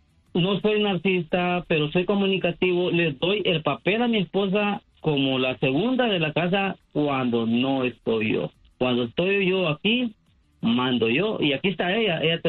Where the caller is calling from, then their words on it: Honduras; accent: centroamericano; soy hondureño.